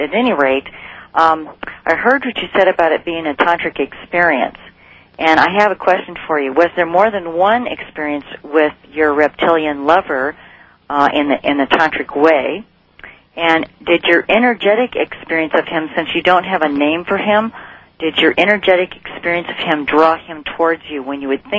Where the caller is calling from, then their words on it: Sunnyvale, California, United States; in Sunnyvale.